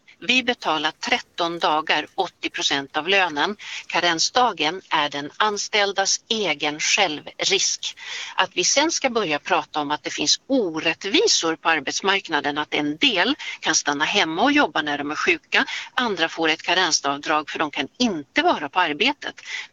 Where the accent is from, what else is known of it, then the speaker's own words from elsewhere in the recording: Norrland, Sweden; Centerpartiet, jag är ju uppvuxen uppe i Norrland. Centerpartiet var stort back in the days uppe i Norrland.